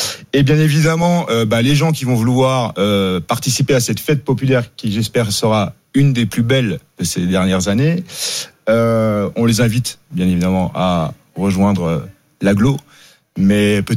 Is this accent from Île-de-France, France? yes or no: yes; Paris, Île-de-France, France; Alors moi je suis parisien, déjà on va espérer que le PSG nous ramène cette seconde étoile.